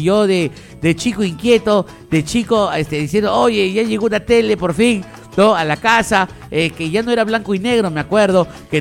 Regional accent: Lima, Peru; desde José Gálvez, mi querido barrio, desde Paradero 4.

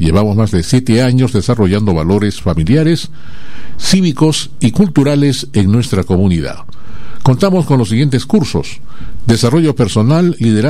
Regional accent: Peru

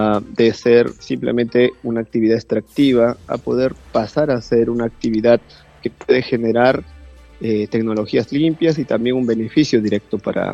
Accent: Peru; nosotros como peruanos

